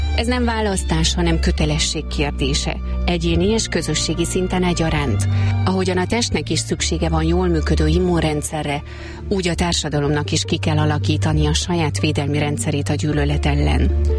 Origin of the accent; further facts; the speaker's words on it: Romania; Mi húsgombóc csorbán, zakuszkán és a Mihályella rajzfilmen nőttünk fel a határ másik oldalán.